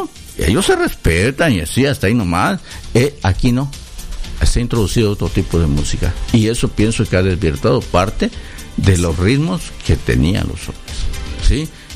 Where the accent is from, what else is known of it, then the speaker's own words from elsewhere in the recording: Tuxtla Gutiérrez, Chiapas, Mexico; yo soy de Tuxtla, ¿no? Soy de Chiapa.